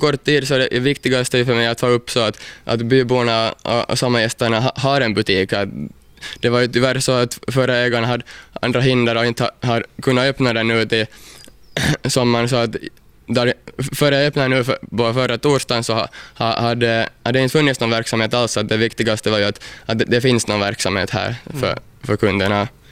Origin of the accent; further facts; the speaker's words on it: Pargas, Southwest Finland, Finland; jag är nog hemma från Mielisholm, och min faffa är faktiskt hemma här från Kirjais också, så att jag är nog hela min släkt här ifrån regionen